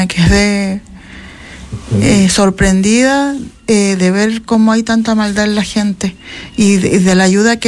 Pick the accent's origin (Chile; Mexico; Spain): Chile; La Serena, Coquimbo; Bueno, yo soy de acá de La Serena y escuché a Don Juan en la radio.